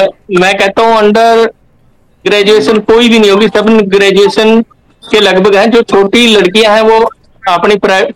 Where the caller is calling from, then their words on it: Ambala, Haryana, India